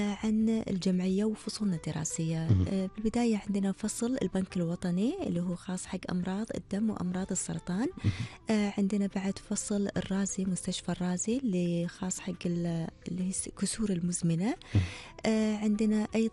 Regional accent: Kuwait; من أجمل الصور اللي هو أبهى صور التطوع عندنا بالكويت

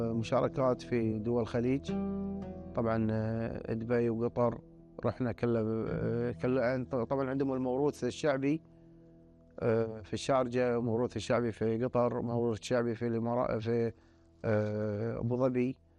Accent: Kuwait; احنا من الكويت

